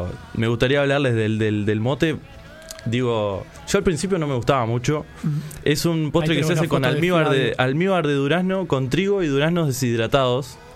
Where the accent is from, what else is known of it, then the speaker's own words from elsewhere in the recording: Uruguay; para nosotros acá en Uruguay es novedad